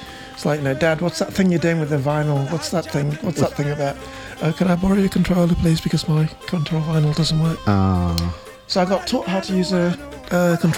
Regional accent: Nigeria; now in Auckland, New Zealand; Yeah, I'm a Nigerian

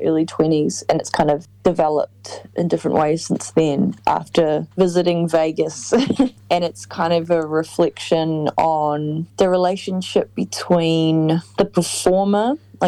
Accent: New Zealand; accent: New Zealand

